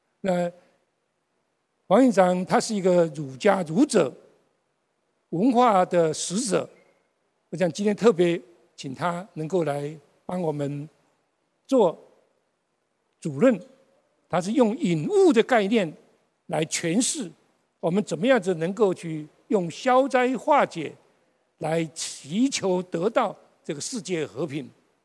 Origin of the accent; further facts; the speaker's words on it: Tainan, Taiwan; 我是台南乡下人也很穷长大啊